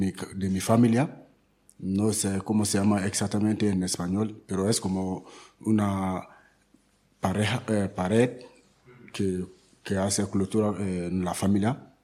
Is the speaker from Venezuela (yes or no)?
no; Mali; Spanish is a second language; moved away as an adult; now in Madrid, Spain; Soy de Mali.